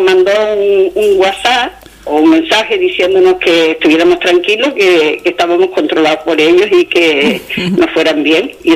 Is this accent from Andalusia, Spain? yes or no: no; Lanzarote, Canary Islands, Spain; si soy conejera hasta la médula. Soy canaria como el gofio.